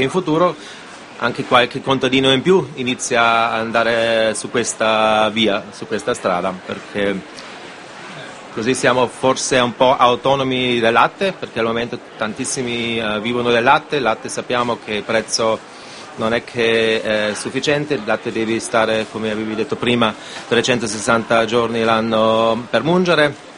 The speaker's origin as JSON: {"language": "Italian", "town": "Tiso", "region": "Trentino-Alto Adige", "country": "Italy", "tie": "born there", "said": "sono innamorato, sono nato lì, sono innamorato di questa valle"}